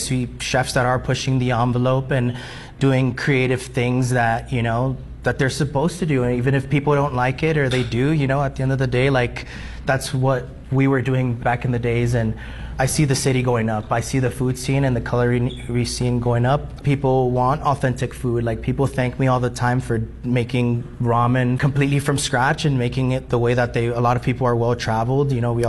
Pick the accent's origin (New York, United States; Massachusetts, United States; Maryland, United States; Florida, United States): Florida, United States; moved away as an adult; now in Colorado Springs, United States; South Florida. That's my hometown.